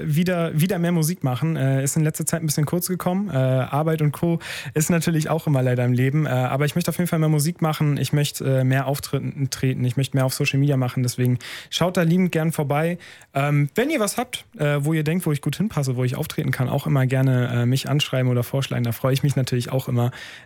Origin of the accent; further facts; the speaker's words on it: Wuppertal, North Rhine-Westphalia, Germany; also born or lived in Remscheid / Hamburg; ich bin ja gebürtiger Wuppertaler, auch als … in Wuppertal aufgewachsen, dann als ich aufs Gymnasium gegangen bin nach Remscheid.